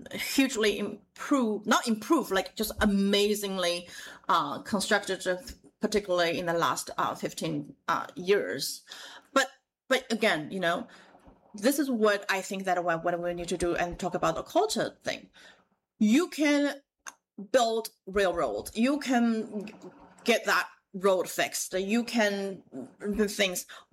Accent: Shanghai, China; moved away; My father got rejected 40 times, and we come from Shanghai.

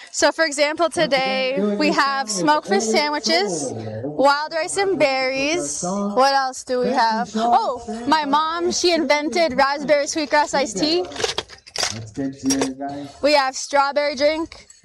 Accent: Walpole Island First Nation, Ontario, Canada; I am from Walpole Island First Nation, and this is my booth, my business.

